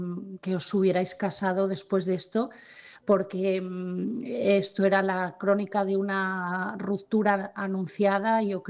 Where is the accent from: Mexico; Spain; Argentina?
Spain; Asturias